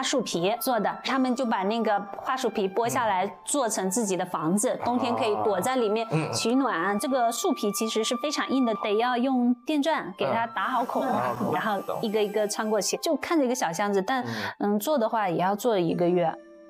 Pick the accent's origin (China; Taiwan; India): China; Wenzhou, Zhejiang; 我的老家温州廖发墓是一个国家级非遗